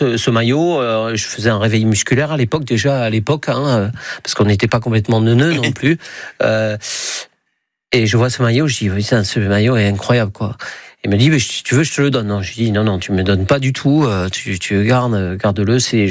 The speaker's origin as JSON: {"language": "French", "town": "Orthez", "region": "Nouvelle-Aquitaine", "country": "France", "tie": "born there", "said": "Moi, je suis né à Orthès."}